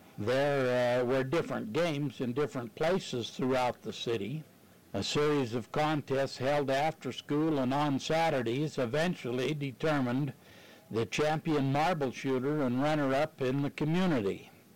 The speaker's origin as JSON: {"language": "English", "area": "Upper Snake River Valley", "region": "Idaho", "country": "United States", "tie": "born or raised there", "moved": "yes", "lives_now": "Bear Lake Valley, United States", "said": "I wasn't living here in the Bear Lake Valley then, but competitions were held in my hometown in the Upper Snake River Valley"}